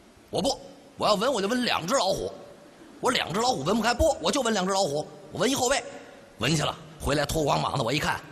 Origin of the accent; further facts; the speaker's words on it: Beijing, China; 我们在北京长大，